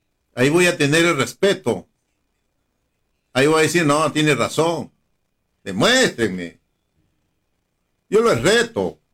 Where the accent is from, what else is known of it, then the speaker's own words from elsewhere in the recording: Ayacucho, Peru; Yo soy parinacochano, soy peruano